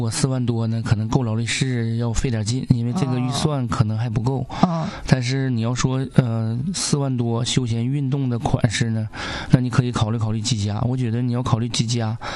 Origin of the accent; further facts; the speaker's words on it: Northeast China, China; accent: Northeastern dialect; 用咱们东北话来讲